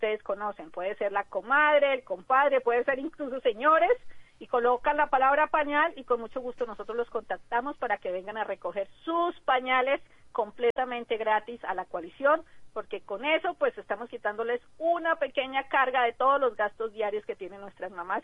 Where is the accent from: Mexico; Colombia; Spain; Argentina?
Colombia; moved away; De hecho, en Colombia la celebramos el último domingo de mayo